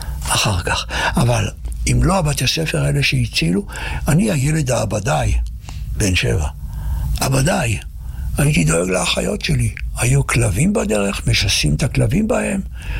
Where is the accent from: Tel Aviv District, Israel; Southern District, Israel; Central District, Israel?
Central District, Israel; Petah Tikva; born there; moved away; השנתיים האלה שגדלתי בפתח תקווה